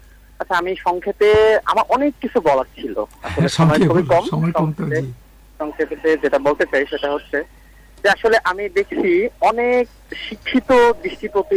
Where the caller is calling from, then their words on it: Rangpur, Rangpur Division, Bangladesh; কথা বলছিলাম রংপুর থেকে